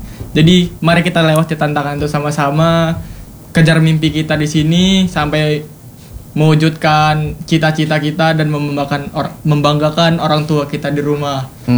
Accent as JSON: {"language": "Indonesian", "area": "Batang Toru district", "region": "North Sumatra", "country": "Indonesia", "said": "Saya orang Tapanuli Selatan Bang, tepatnya di Kecamatan"}